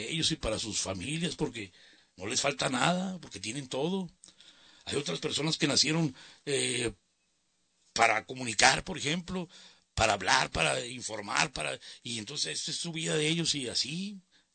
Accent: Mexico; nosotros todos los hispanos somos latinos, somos mexicanos, orgullosos de serlo.

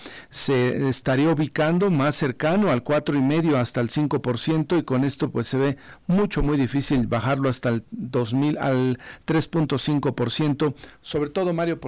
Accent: Mexico; soy mexicano

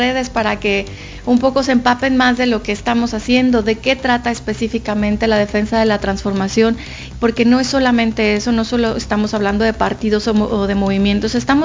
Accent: Mexico; como mexicanas y mexicanos defendemos eso que nos ha costado cientos de años llegar a donde estamos hoy. Nuestra independencia y nuestra soberanía es algo que tenemos muy valioso como mexicanos

